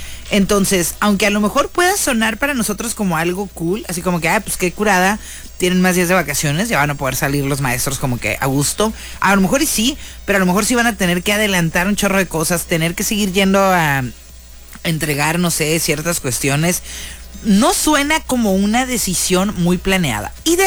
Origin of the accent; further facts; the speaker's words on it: northern Mexico, Mexico; como buena persona norteña, resignada, más no acostumbrada al calor